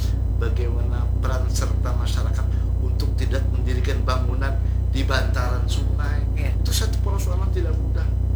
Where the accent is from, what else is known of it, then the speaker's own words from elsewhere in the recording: Banjar, South Kalimantan, Indonesia; born there; Kalau saya lahir di Banjar, bahan bakunya Jawa Timur. Tapi cinta ke Banjarnya, yeah. Ya lahir di Banjar, orang Banjar juga sekali.